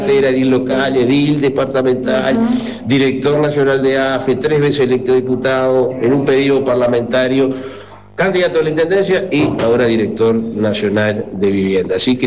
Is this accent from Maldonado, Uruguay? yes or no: yes; Maldonado, Uruguay; estamos conviviendo con Rosana, que es de aquí de Maldonado también.